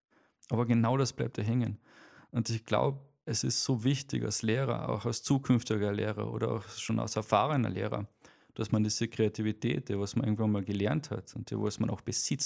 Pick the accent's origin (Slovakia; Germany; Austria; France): Austria; Carinthia; born there; also born or lived in Villach / Faaker See; Wir sind in der Zwischenzeit zu unserem Bauernhof ins Geiltal heimgezogen. Das war die beste Kindheit meines Lebens, war der Bauernhof. Und dann hat mein Vater nochmal ein Haus gebaut in Wernberg und da haben wir noch eine restliche Jugend verbracht.